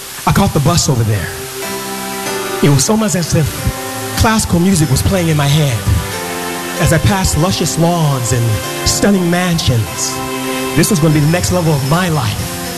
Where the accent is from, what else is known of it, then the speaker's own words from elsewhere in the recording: Oakland, California, United States; I grew up on East 14th in Oakland, California.